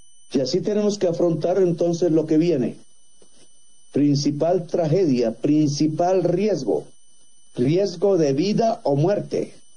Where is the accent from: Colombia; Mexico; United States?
Colombia